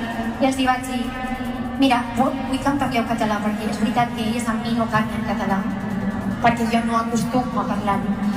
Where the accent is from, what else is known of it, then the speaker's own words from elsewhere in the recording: Catalonia, Spain; quan he crescut aquí, a Catalunya, encara que les nostres famílies no parlin castellà, perdona, català